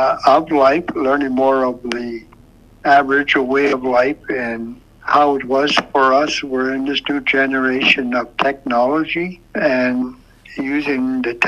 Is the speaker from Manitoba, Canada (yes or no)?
no; Fort Norman, Northwest Territories, Canada; And from my early years of growing up in Fort Norman, now as Toledo, how you know we advanced so far.